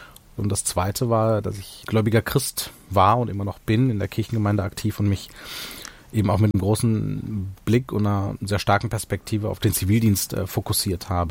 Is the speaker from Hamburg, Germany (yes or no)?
no; Wuppertal, North Rhine-Westphalia, Germany; also born or lived in Sri Lanka; Ich bin Mitte der 80er in Sri Lanka geboren und bin mit meinen Eltern als Kriegsflüchtling nach Deutschland gekommen und bin in Wuppertal aufgewachsen.